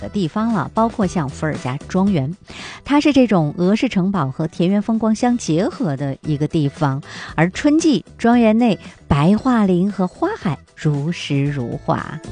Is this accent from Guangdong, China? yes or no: no; Harbin, Heilongjiang, China; 在我们的家乡哈尔滨